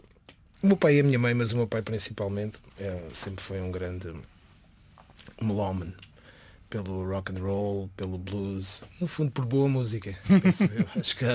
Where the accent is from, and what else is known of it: Peniche, Centro, Portugal; born or raised there